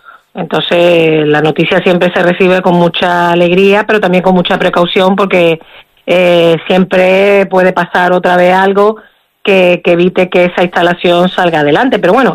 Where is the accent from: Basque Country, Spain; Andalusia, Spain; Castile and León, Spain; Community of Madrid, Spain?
Andalusia, Spain; Málaga; moved away as an adult; now in Melilla, Spain; yo soy malagueña. Yo ya era nadadora en Málaga desde pequeñita, desde los 4 años